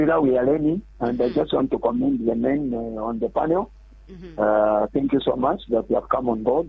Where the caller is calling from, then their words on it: Zambia; I'm calling from Cabo, within Cabo.